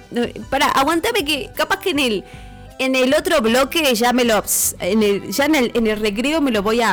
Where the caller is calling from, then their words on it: Leales, Tucumán, Argentina; departamento Leales.